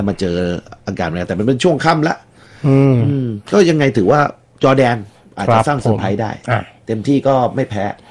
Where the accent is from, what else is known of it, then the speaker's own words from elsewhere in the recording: Southern Thailand, Thailand; คนใต้ครับ